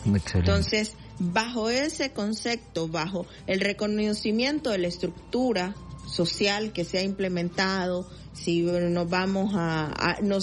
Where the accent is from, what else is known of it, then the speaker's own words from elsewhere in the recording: Honduras; vengo de Honduras